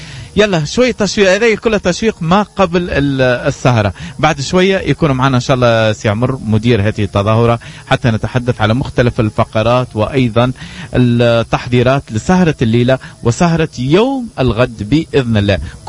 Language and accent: Arabic; Tataouine Governorate, Tunisia; accent: Tataouine dialect; بلهجتنا احنا التطاوينية